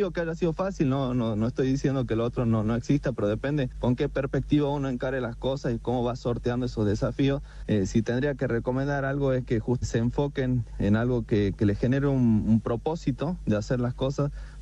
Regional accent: Tilcara, Jujuy, Argentina; Yo soy de Tilcara, otro de mis socios de La Quiaca y otro de Palpalá.

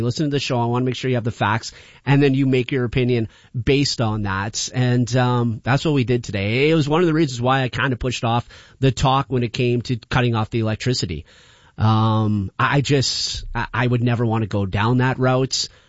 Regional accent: Canada

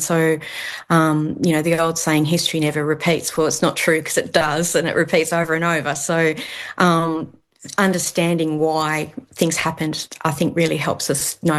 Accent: Tasmania, Australia; you know, I was raised in Tasmania, and we were taught the dominant narrative

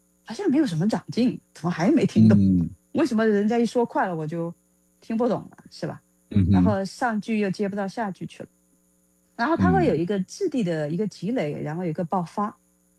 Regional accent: Liuzhou, Guangxi, China; moved away; 不过我小时候那时候在广西柳州

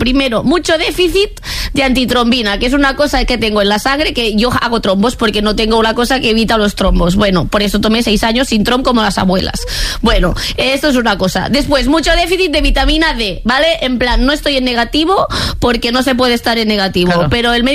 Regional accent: Catalonia, Spain

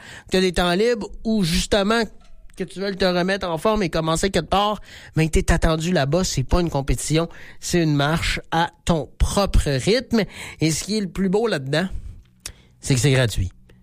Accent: Quebec, Canada; chez nous, en Beauce, ici, à Sainte-Marie.

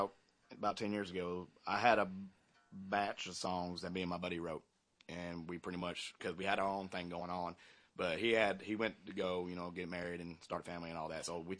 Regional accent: Rideau, Georgia, United States; I'm from Rideau, Georgia.

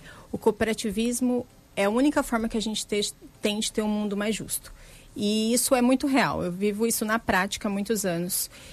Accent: Maringá, Paraná, Brazil; Eu já morei em estados diferentes e eu venho de Maringá, Paraná, que também é uma cidade do interior, né?

